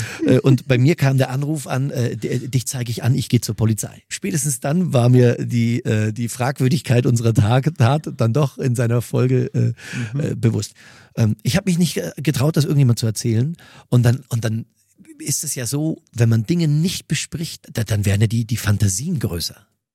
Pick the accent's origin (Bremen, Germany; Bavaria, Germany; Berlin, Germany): Bavaria, Germany; Mühldorf am Inn